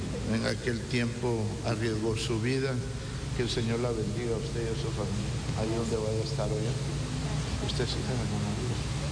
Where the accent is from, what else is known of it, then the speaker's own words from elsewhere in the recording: Teculután, Zacapa, Guatemala; born there; Yo recuerdo de niño ahí en Teculután